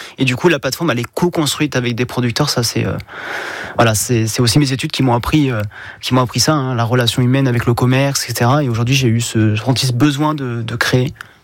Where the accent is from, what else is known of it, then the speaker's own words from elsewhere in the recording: Provence-Alpes-Côte d'Azur, France; Moi, je viens des Hautes-Alpes.